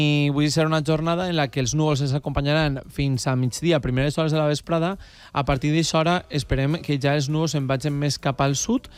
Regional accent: Valencian Community, Spain; Jo ja saps que som d'interior i jo sempre tiré pa casa.

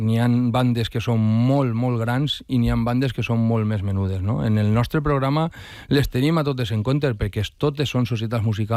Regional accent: Valencia, Valencian Community, Spain; also born or lived in Llíria; Jo anava a escola a Llíria, eh? O sea, jo no sóc de Llíria, jo sóc d'ací del Cabanyal.

